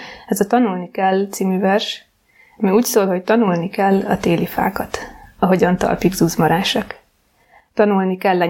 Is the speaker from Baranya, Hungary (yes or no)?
yes; Baranya, Hungary; moved away as an adult; now in Budapest, Hungary; Egy baranyai kisvárosban nőttem fel, egy nagyon összetartó családban.